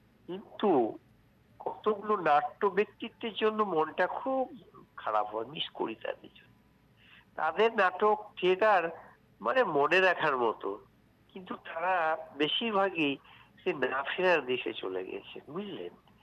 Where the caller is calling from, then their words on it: West Bengal, India; আমি ওয়েস্ট বেঙ্গল বীরভূম থেকে